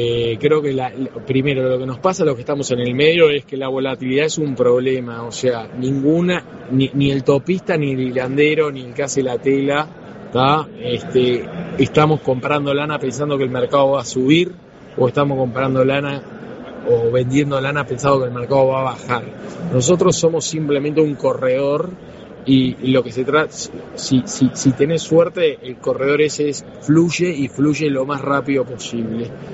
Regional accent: Uruguay; somos uruguayos, pues somos patriotas

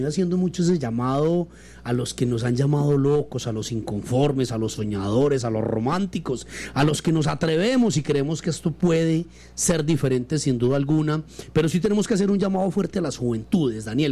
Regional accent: Santa Rosa de Cabal, Risaralda, Colombia; crecimos en Santa Rosa de Cabal.

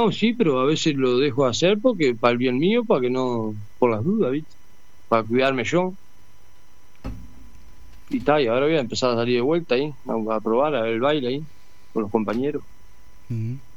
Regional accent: San José, Uruguay; now in Nueva Helvecia, Uruguay; tengo 33 años, soy coordinador del grupo de Alcohólico Anónimo acá de Nueva Alvesia, soy de San José, vengo, de allá de San José. Estoy trabajando acá en Nueva Alvesia

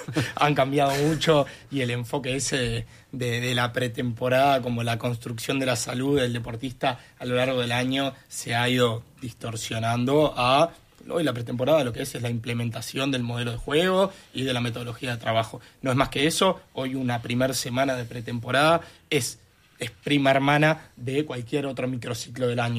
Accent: Uruguay

